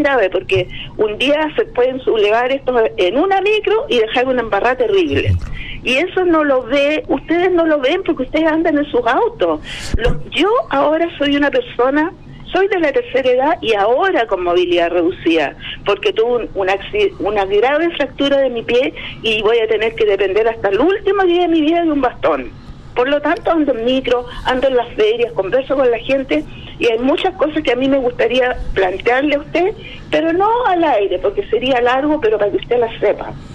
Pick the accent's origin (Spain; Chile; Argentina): Chile; Yo soy hija de un carabinero, quiero mucho a los carabineros, me crié aquí en Las Dalias, llegar a Rodrigo de Araya, a una cuadra de la escuela de suboficiales